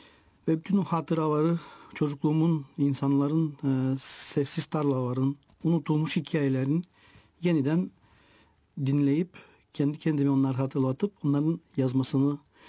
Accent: Rozino, Plovdiv Province, Bulgaria; Ben Bulgaristan doğumluyum. Rozina'da doğdum. Doğma ve büyüme köyüm. Kültürün, dillerin ve inançların iç içe geçtiği bu coğrafyada çok ünlü bir memlekettir.

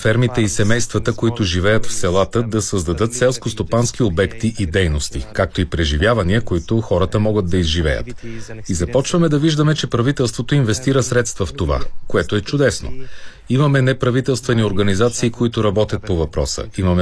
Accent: Cyprus

